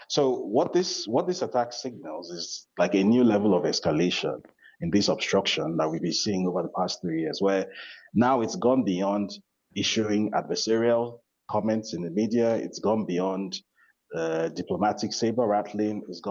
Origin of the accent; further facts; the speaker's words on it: Nigeria; It gives me absolutely no pleasure to say this as a Nigerian.